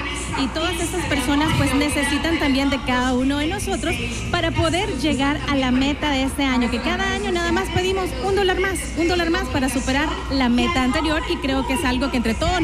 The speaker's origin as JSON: {"language": "Spanish", "country": "El Salvador", "said": "nosotros como salvadoreños nos olvidamos"}